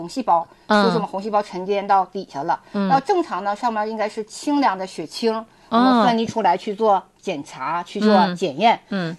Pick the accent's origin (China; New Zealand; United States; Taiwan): China; Northeast China; 咱们东北人的习惯呢，是夜间吃得很好